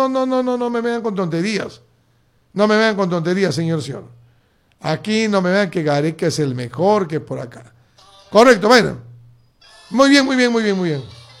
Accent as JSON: {"language": "Spanish", "country": "Peru", "said": "Nosotros somos peruanos."}